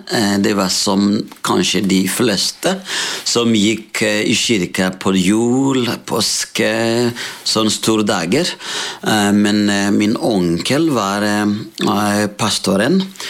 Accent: Burundi; Norwegian is a second language; moved away as an adult; now in Molde, Norway; jeg kommer opprinnelig fra Burundi

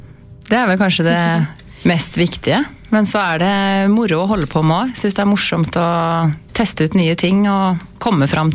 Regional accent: Fredrikstad, Østfold, Norway; born there; also born or lived in Sarpsborg; Jeg egentlig er født i Fredrikstad og bodde der til jeg var 10. Og så havna jeg over på andre siden av Rollsøybrua. Jeg har bodd rett på hver sin side av brua egentlig, mesteparten av livet mitt.

